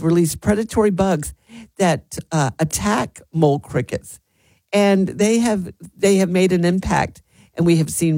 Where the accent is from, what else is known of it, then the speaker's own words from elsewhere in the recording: Winter Haven, Florida, United States; when I was little growing up in Florida, it was Silver Lake in Winter Haven, Lake Silver.